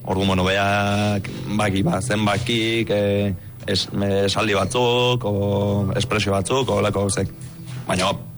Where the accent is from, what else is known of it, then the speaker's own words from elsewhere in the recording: Lazkao, Basque Country, Spain; also born or lived in Romania; Ni lazkautarra esateko. Azkenako, hemen enaiz jaio, baina txiki-txikitatik hemen bizi izan naiz, hemen ditu launek, hemen dauket lana, hemen dauket dana.